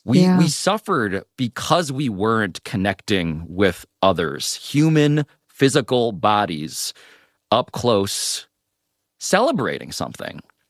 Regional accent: New York City, New York, United States; one of the best experiences you could have as a New Yorker, and I'm saying all time, I've been here for 40 years, born and raised

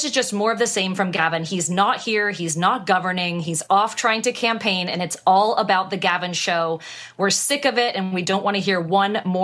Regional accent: California, United States; this state, my home state, like San Diego, like Los Angeles. It's been an absolute nightmare trying to survive being a Californian under him.

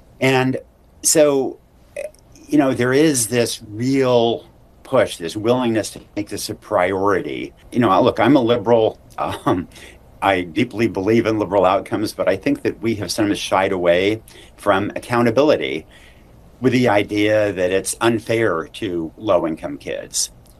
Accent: Oregon, United States; a kid in my home state here in Oregon

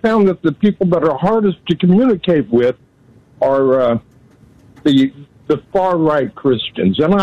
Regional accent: Kansas, United States; Now, I'm from Kansas, which is the heart of the nation, and a hotbed of Republicans.

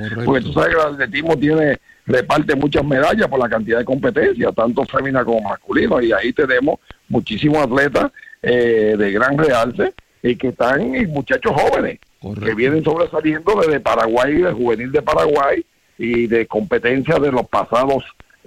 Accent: Puerto Rico

